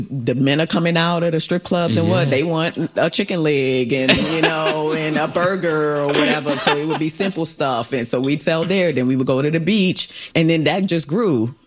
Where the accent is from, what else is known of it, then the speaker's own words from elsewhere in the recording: St. Thomas, U.S. Virgin Islands; I'm from the Virgin Islands. I'm from St. Thomas. And I've always wanted to do a show about back home.